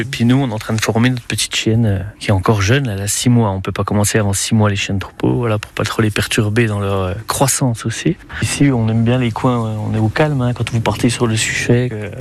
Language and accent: French; Bourgogne-Franche-Comté, France; après je suis originaire de Haute-Saône, moi, donc je suis vraiment du cru de la Franche-Comté, moi.